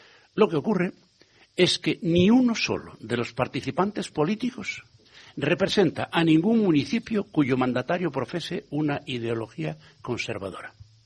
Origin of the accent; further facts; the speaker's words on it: Santiago de Compostela, Galicia, Spain; la Universidad de mi pueblo, la Universidad de Santiago de Compostela